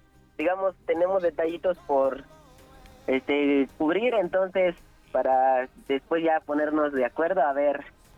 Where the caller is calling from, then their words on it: Nezahualcóyotl, State of Mexico, Mexico; ahorita estoy aquí en la FES Aragón de Nezahualcóyotl.